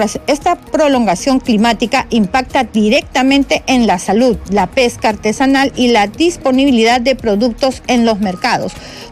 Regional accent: Peru; rescatan un sentido que tenemos los peruanos de la cultura milenaria

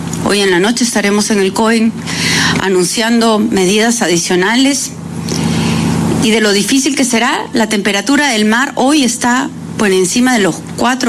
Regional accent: Peru; los peruanos somos resilientes, los peruanos no nos rendimos

